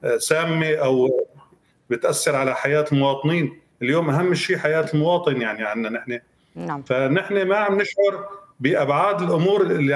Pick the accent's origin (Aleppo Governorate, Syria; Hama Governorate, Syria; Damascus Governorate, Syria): Aleppo Governorate, Syria; Aleppo; عندنا في حلب مثلا أو في سوريا